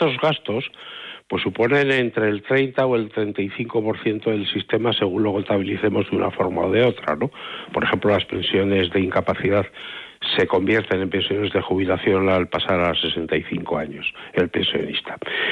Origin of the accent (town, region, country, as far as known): Burgos, Castile and León, Spain